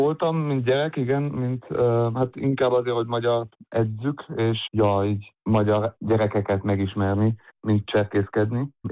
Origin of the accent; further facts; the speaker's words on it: Innsbruck, Tyrol, Austria; két szülőm az magyar, az egész családom ott lakik Magyarországon, egy pár kivétellel, és ja, de hát ide születtem Innsbruckba, itt nőttem fel, szóval az egész életemet majdnem itt laktam